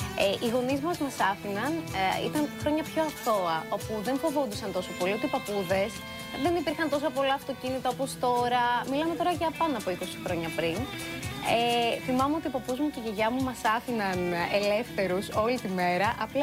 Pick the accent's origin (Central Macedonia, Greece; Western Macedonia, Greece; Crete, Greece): Crete, Greece; Είναι καταπληκτικά εδώ στο χωριό μου, ε!